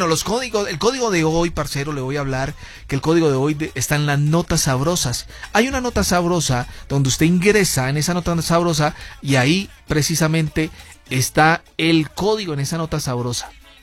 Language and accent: Spanish; Mexico; así somos nosotros, los mexicanos. Yo me incluyo de una vez